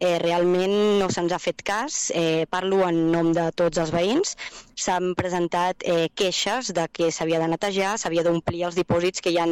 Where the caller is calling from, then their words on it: Catalonia, Spain; jo fa poquet soc veïna del Farell, ara farà un any